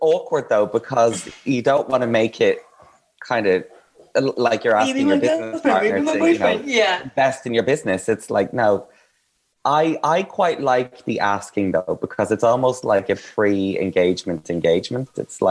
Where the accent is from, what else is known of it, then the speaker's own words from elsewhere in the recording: Ireland; I'm Irish.